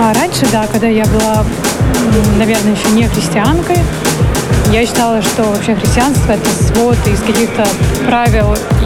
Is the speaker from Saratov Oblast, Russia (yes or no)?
no; Voronezh, Voronezh Oblast, Russia; я из Воронежа.